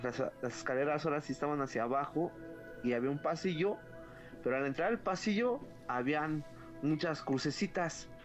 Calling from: Mexico City, Mexico; Desde la delegación de Iztapalapa

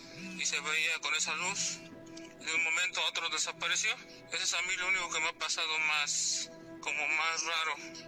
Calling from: Atizapán de Zaragoza, State of Mexico, Mexico; Soy taxista de Atizapán, de la Guardia Nocturna, aquí en Tepalcapa.

